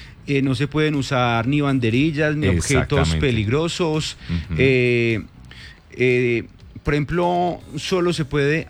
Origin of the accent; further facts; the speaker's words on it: Manizales, Caldas, Colombia; a nosotros los que somos de aquí de Manizales